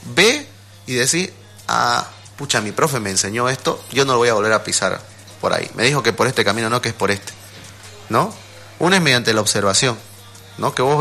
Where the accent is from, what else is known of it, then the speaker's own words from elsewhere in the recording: Bolivia; Yo soy de Oriente.